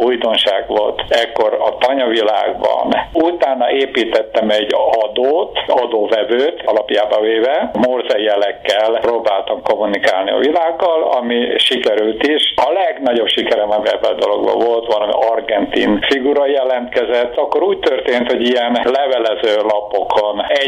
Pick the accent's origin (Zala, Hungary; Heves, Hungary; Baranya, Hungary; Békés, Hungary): Békés, Hungary; Békéscsaba; 1939-ben, március 4-én születtem Békés Csabán.